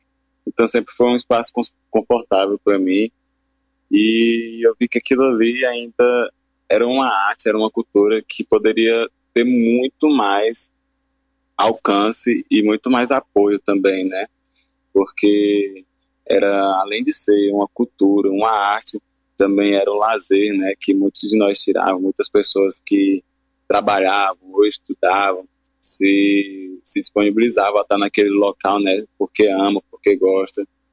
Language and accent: Portuguese; Palmas, Tocantins, Brazil; eu sou nascido e criado aqui em Palmas. Eu cresci ali pelaquela região das Mil, perto da rodoviária.